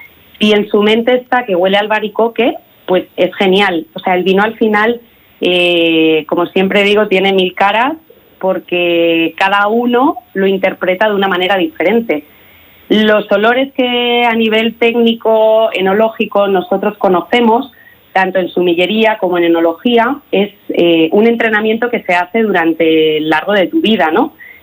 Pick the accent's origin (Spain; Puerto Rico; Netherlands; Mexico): Spain; Salamanca, Castile and León; soy salmantina